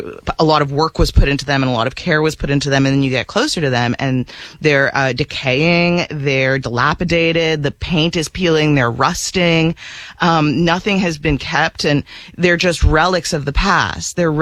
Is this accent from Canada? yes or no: yes; Canada; I'm from Canada. So we were allowed to go there growing up, and I went like twice or three times.